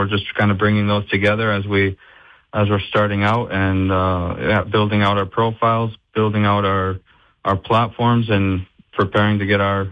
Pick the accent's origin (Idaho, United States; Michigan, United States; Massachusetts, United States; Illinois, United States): Michigan, United States; Hastings; moved away as an adult; also born or lived in Norway; now in Grand Rapids, United States; I am born and raised in West Michigan from Hastings, Michigan. Lived there my whole childhood. Went to Western Michigan University. That was before before I moved to Norway in 2012.